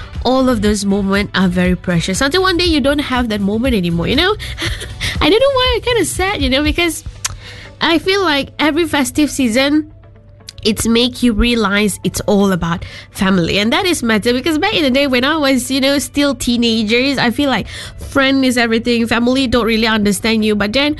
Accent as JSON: {"language": "English", "town": "Kuching", "region": "Sarawak", "country": "Malaysia", "tie": "born or raised there", "said": "my hometown is Kuching. I working in Kuching"}